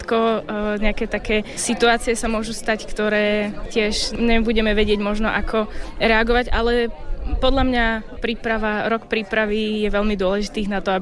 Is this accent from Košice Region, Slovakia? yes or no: no; Veľké Leváre, Trnava Region, Slovakia; a som z Veľkých Levár.